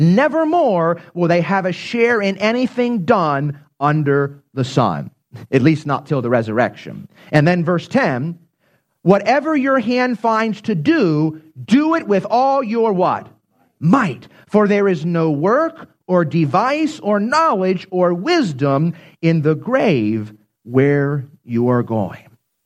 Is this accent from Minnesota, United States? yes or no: no; Pennsylvania, United States; When I grew up in Pennsylvania